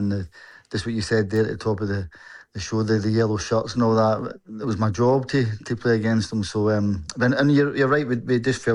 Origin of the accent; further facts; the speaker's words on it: Scotland, United Kingdom; Well, I think the growing up in Scotland, we're a small nation, and Brazil's an iconic footballing country.